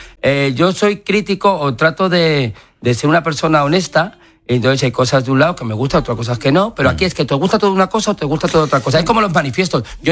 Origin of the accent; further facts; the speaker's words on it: Madrid, Community of Madrid, Spain; soy madrileño y entiendo que me cogieran a mí para hacer ese anuncio porque más madrileño de pro que soy yo no es nadie.